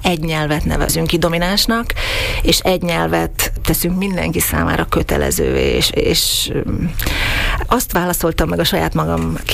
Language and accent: Hungarian; Slovakia; Én ezen a környéken nőttem föl, egy színmagyar családban, ahol nem beszélt senki szlovákul, néha a szüleim kollégái, vagy utcabeliek, de ritka volt, hogy én a szlovák nyelvvel a magánéletemben találkoztam volna.